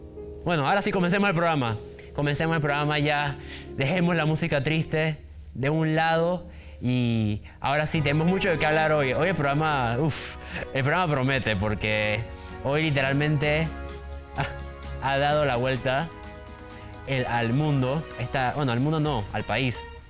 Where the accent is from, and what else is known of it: Panama